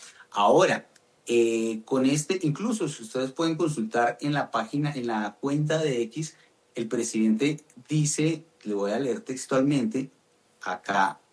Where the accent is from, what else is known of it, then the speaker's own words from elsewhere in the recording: Colombia; por lo menos la percepción que tiene uno como colombiano